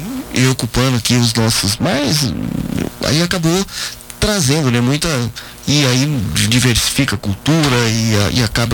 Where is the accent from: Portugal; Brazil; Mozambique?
Brazil; Northeast Region; now in Goiás, Brazil; eu sou nordestino